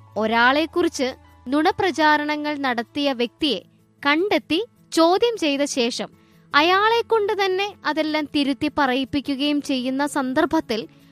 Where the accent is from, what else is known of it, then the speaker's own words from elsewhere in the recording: Kadavanthra, Kerala, India; എറണാകുളം കടവന്ത്ര സ്വദേശിയാണ്.